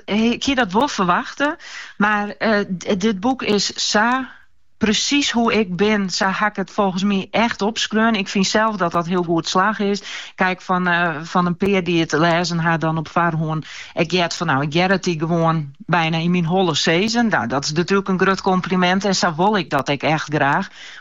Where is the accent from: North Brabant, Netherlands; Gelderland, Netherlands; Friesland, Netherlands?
Friesland, Netherlands; Ameland; Want ik bellen en ik zei … En dat scheelt al een heel een.